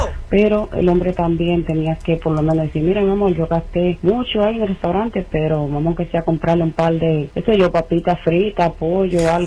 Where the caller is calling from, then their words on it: Boston, Massachusetts, United States; desde Boston.